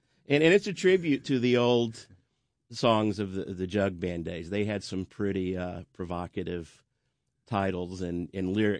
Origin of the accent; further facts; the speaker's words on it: Arkansas, United States; also born or lived in Texas / Oklahoma; Yeah, so I'm originally from Arkansas and in Texas and Oklahoma, but there's a delicacy in central Arkansas called smoked bologna.